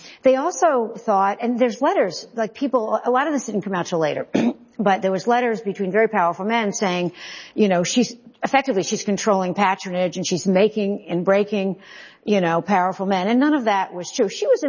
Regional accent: Brooklyn, New York, United States; born there; I was born in Brooklyn Jewish Hospital. Don't ask me why, but that's where I was born.

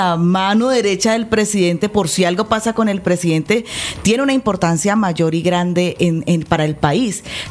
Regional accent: Colombia

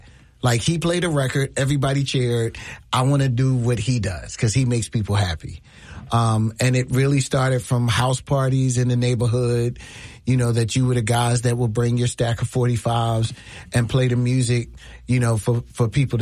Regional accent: Philadelphia, Pennsylvania, United States; Growing up in West Philly, we would have a lot of block parties.

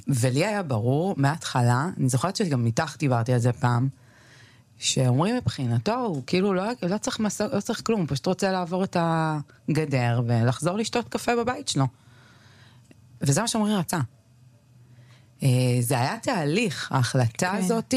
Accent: Sderot, Southern District, Israel; כשאני מגיעה לאזור, נולדתי בסדרות, גדלתי שם. כשאני מגיעה לשם, אני מרגישה בית

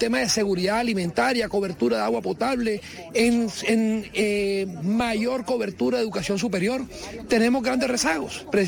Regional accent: Córdoba, Colombia; como costeños, como cordobeses

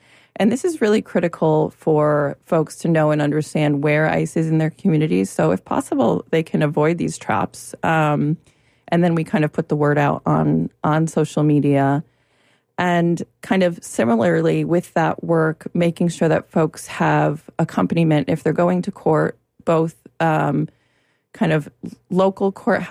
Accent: Connecticut, United States; I'm originally from Connecticut

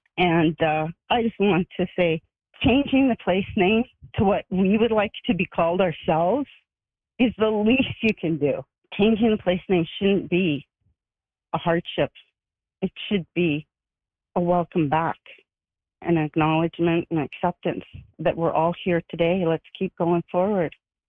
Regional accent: Lake Helen Reserve, Ontario, Canada; now in Winnipeg, Canada; I'm Anishinaabe. I'm from Red Rock Indian Band in Ontario, at Lake Helen Reserve. I live in Winnipeg for many, many years now, decades even.

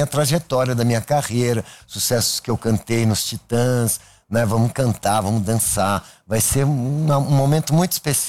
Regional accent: São Paulo, Brazil; e eu gravei essas duas músicas porque eu sou paulistano, né? E eu queria falar da minha cidade

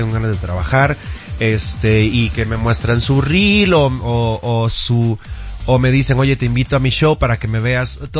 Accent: Costa Rica; moved away as an adult; now in Mexico City, Mexico; yo vine, soy de Costa Rica.

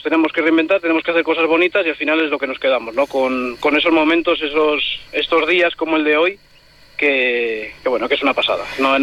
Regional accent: El Rasillo, La Rioja, Spain; si solamente colocamos velas los que somos de aquí del Rasillo, pues es una cosa como que te lo encuentras hecha

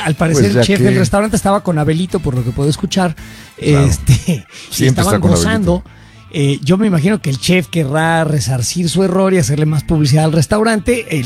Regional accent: Mexico; seamos lo que somos, mexicanos que estamos orgullosos de lo que proyectamos

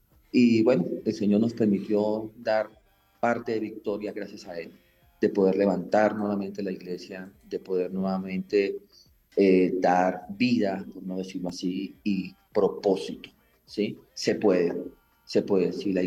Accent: Villanueva, Colombia; born there; also born or lived in Paipa, Boyacá, Colombia; nosotros somos de, mi familia es de Boyacá, de Paipa, Palermo, Paipa, Boyacá. Llegamos a Villanueva en el año 92, con una mano adelante y otra atrás

